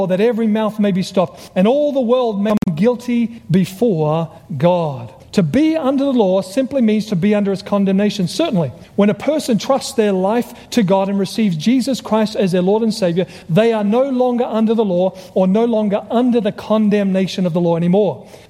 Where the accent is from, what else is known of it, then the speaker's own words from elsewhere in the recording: Australia; He heard my accent. I was from Australia.